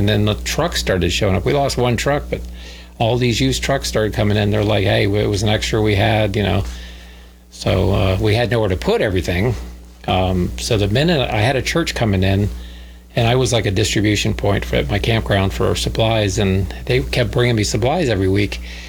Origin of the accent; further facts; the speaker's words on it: Florida, United States; I'm from Florida. I've seen every hurricane, you know, all my life